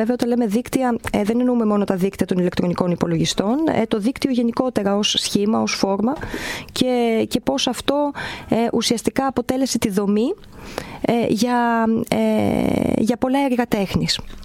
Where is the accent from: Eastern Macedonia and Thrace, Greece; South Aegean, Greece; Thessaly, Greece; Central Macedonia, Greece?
Thessaly, Greece; Volos; also born or lived in London / Paris; η πόλη μου εδώ και ο Βόλος ουσιαστικά έχει υποστηρίξει πάρα πολύ από τότε καλλιτεχνικά το έργο μου.